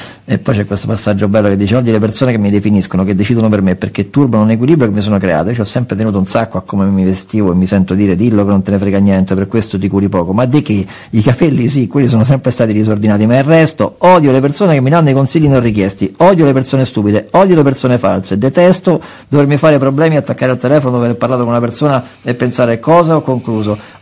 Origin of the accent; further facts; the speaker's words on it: Rome, Lazio, Italy; essendo anch'io cresciuto a Roma Nord, avendo frequentato scuole simili